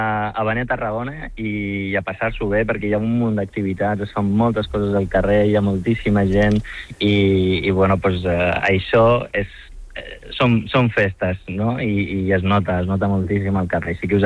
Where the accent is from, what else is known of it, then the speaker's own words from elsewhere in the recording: Morocco; perquè jo vinc del nord del Marroc